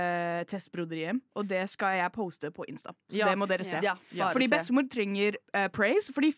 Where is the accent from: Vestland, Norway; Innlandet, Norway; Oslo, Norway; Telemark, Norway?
Telemark, Norway; jeg er fra Telemark, men også jeg er ikke fra 1875.